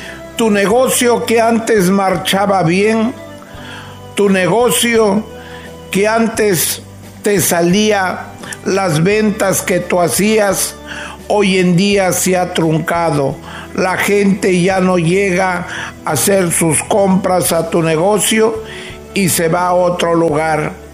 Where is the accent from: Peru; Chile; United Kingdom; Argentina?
Peru; northern Peru